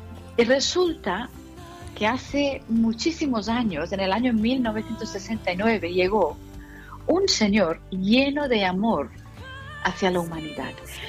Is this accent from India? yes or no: yes; South India, India; Spanish is a second language; now in Mallorca, Spain; De la India, yo soy de la India del Sur... de origen, vivo en Mallorca